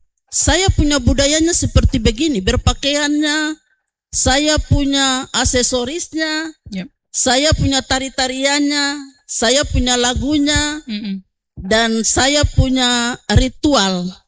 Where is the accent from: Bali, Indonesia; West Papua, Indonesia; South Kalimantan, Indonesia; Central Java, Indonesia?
West Papua, Indonesia; kami di suku Doreri